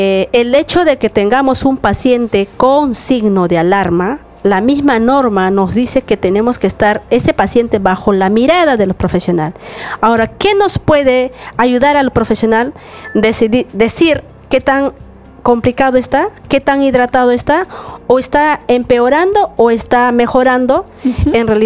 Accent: Mazamari, Junín, Peru; Así es. Bueno, yo vengo desde Mazamari.

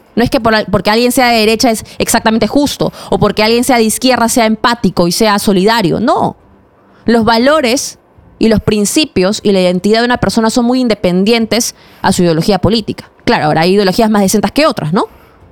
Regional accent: Peru; también de mí como ciudadanos peruanos.

